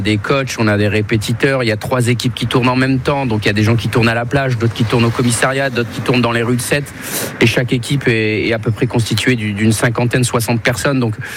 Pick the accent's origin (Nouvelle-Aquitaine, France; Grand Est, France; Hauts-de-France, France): Hauts-de-France, France; Amiens; Je suis originaire de Picardie à Amiens. J'ai 10 frères et sœurs. Je suis d'origine marocaine